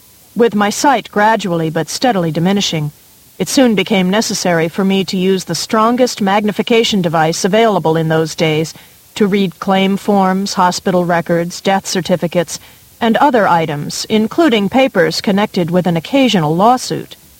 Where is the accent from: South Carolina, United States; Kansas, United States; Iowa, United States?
South Carolina, United States; Mullins; but would enter public school in my hometown of Mullins for my junior and senior years.